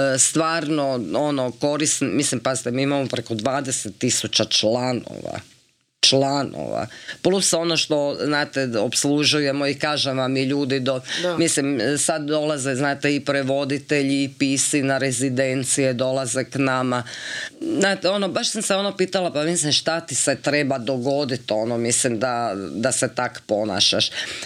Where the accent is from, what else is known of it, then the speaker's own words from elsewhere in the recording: Slavonia, Croatia; jer sam, ja sam inače Slavonka, ali ne znam, malo imam te naive